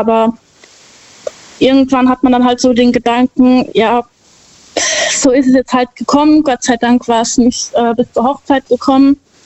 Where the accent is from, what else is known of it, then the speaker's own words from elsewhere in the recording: Herxheim, Rhineland-Palatinate, Germany; Ich komme aus Herxheim bei Landau.